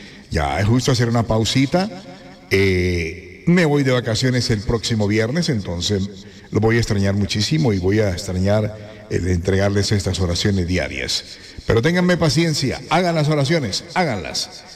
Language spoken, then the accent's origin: Spanish; Piedecuesta, Santander, Colombia; now in Europe; Nacido y criado en Piedecuesta, me siento orgulloso representando a mi patria colombiana en Europa como camionero.